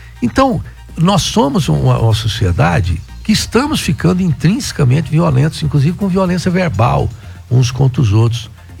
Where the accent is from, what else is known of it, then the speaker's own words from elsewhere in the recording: Brazil; nós somos brasileiros